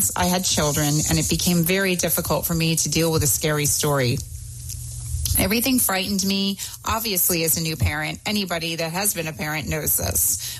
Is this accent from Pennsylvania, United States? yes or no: yes; Pennsylvania, United States; I'm a bookseller from Pennsylvania.